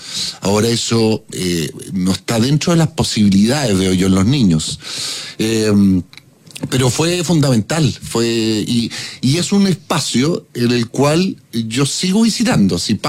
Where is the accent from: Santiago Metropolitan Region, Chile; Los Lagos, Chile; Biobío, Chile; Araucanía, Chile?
Santiago Metropolitan Region, Chile; mi primera casa de recuerdo, si bien yo nací en otra, estaba en el Bosque con Diego Almagro, frente a una plaza, frente a la Plaza del Bosque.